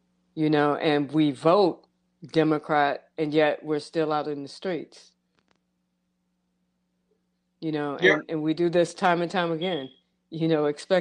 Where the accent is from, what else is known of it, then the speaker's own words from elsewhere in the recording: St. Louis, Missouri, United States; I mean, it's in St. Louis County, but this is all St. Louis.